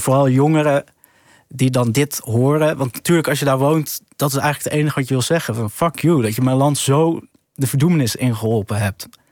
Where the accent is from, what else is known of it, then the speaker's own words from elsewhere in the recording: Sudan; een heel oud Soedanees nummer over mijn thuisland, de goede dagen in mijn thuisland.